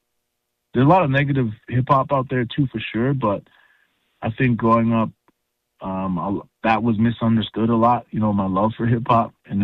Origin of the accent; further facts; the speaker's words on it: Saskatoon, Saskatchewan, Canada; born there; also born or lived in Calgary; So I was born in Saskatoon, Saskatchewan, and I'm originally from the Muskaugan and Cody First Nations in Saskatchewan as well, Treaty 4 area.